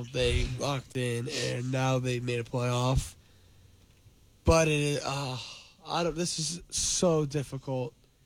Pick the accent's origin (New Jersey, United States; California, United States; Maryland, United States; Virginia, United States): New Jersey, United States; I'm from Jersey.